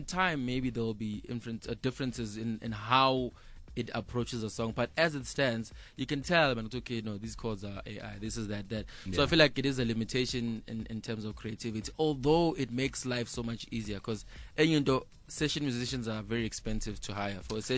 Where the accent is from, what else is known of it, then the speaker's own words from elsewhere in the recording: East Rand, Gauteng, South Africa; born there; also born or lived in Soweto; mina ngibuye Midlands, Ndunansi Soweto. On that, actually, I was born in Soweto, but I lived in Spreadview, East Rand.